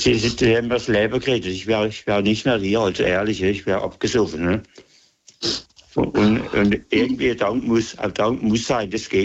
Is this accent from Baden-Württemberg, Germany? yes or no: yes; Lahr, Baden-Württemberg, Germany; Ich bin aus Lahr.